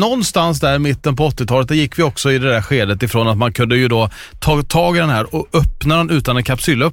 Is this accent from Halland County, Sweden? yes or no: yes; Halland County, Sweden; alltså där jag kommer ifrån, så fanns det ju då, nu får man ju göra reklam för företaget finns ju inte längre, men Köpglädje. Det var så lite som stora varuhuset i Halland.